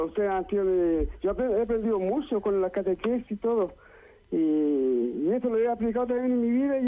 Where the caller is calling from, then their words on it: Cajón, Araucanía, Chile; De acá de Temuco, o sea, de la novena acá, pero de Cajón.